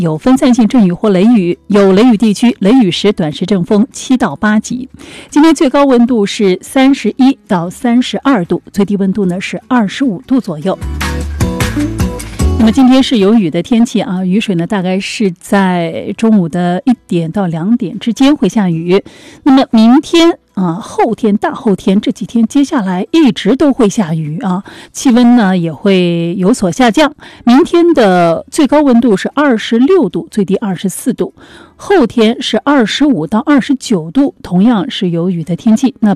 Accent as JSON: {"language": "Chinese", "region": "Jiangsu", "country": "China", "said": "我们江苏人"}